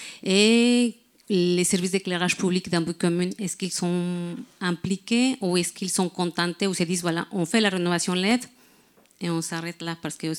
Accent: Mexico; now in Brest, France; En plus, moi je viens, non, je suis mexicaine, mais j'habite à Brest.

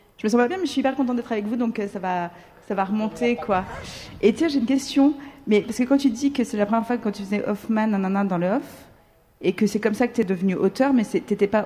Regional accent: Marseille, Provence-Alpes-Côte d'Azur, France; moved away as an adult; je suis marseillaise

